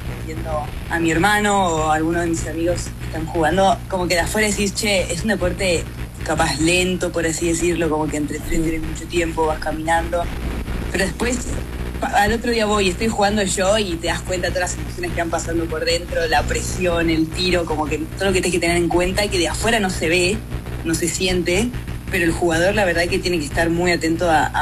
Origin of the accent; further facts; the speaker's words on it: San Martín de los Andes, Neuquén, Argentina; yo soy de San Martín de los Andes, nada, y me crié, ahí nací